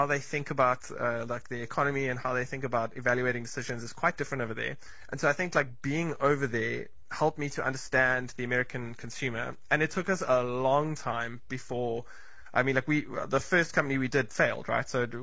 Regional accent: South Africa; But over time, you realize as a South African, you have a whole wheelhouse of skills that you didn't know that you had, because a whole bunch of South Africans that you live with are the same.

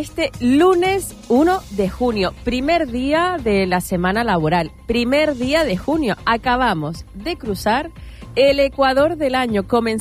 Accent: Canary Islands, Spain; Estamos rodeados de mar y en él, como canarios, encontramos nuestra escapatoria, nuestra diversión.

